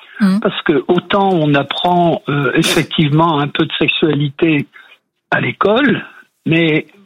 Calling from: Hauts-de-France, France

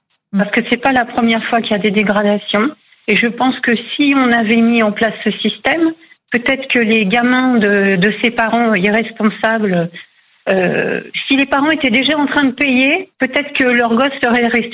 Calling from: Guyancourt, Île-de-France, France; De Guyancourt, dans les Yvelines.

